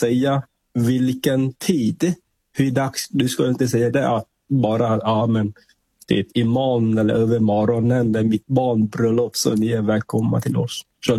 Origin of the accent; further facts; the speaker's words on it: Vietnam; Swedish is a second language; now in Sweden; jag är från Vietnam, det är mitt ursprungsland.